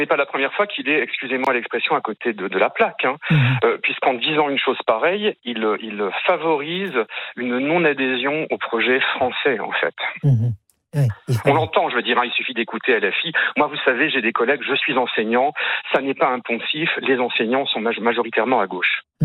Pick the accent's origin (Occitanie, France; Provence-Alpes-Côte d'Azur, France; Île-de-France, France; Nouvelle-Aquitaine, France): Provence-Alpes-Côte d'Azur, France; born there; Ah, moi je suis 100% français, d'origine marocaine. Je suis né en France. J'ai 55 ans.